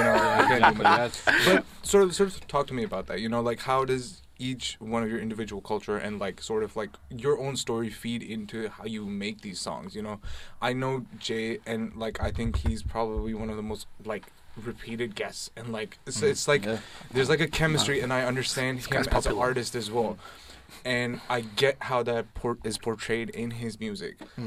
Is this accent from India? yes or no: no; Pakistan; I am from Pakistan as well.